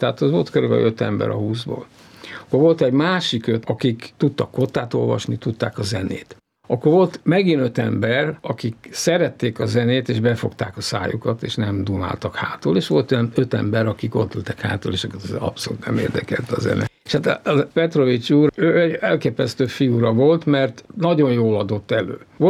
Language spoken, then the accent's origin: Hungarian; Hungary; amikor megtudta, hogy én magyar vagyok